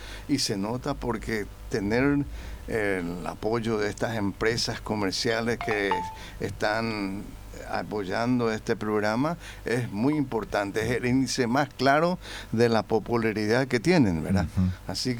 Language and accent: Spanish; Asunción, Paraguay; Aquí Asunción. Asunceño